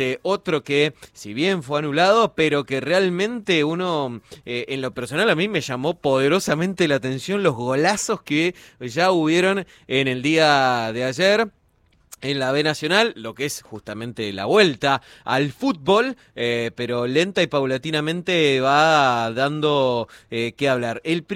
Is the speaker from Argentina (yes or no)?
yes; Argentina; la situación que nos envuelve a todos los argentinos